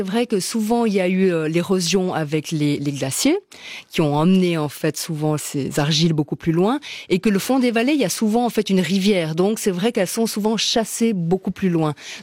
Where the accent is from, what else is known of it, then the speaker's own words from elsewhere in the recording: Valais, Switzerland; Je suis une Valaisanne pure souche